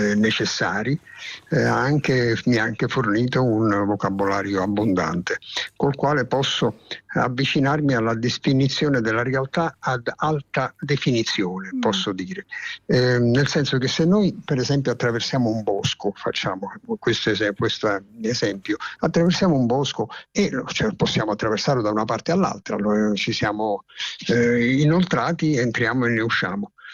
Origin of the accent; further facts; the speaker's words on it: Naples, Campania, Italy; first language Neapolitan; Sì, di estrazione completamente napoletana, cioè provengo proprio da lì. Lì mi si sono formate, oltre che la mia lingua madre, il napoletano, è quello che io parlo con me